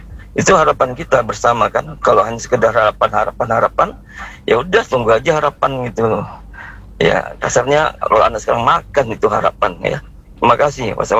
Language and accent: Indonesian; Tanjung Pinang, Riau Islands, Indonesia; bagi kami warga Kota Tanjung Pinang